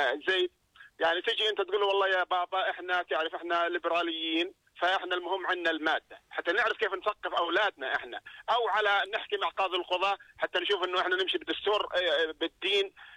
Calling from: Jordan; لانه احنا كمواطنين اردنيين نطلع ونشارك باستطلاعات

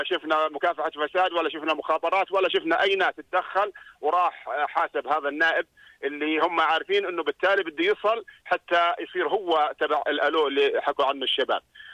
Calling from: Jordan; احنا كمواطنين اردنيين

